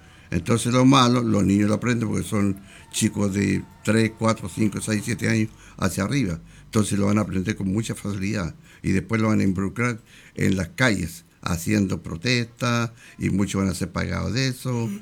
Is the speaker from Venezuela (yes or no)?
no; Chile; todos somos chilenos.